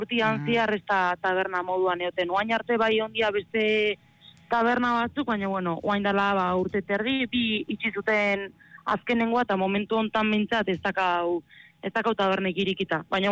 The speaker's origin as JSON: {"language": "Basque", "town": "Urdaneta", "region": "Basque Country", "country": "Spain", "tie": "born or raised there", "said": "Osa, hor jaio naiz, hor bizi naiz, eta asmoare alauka, tala bizitzeko."}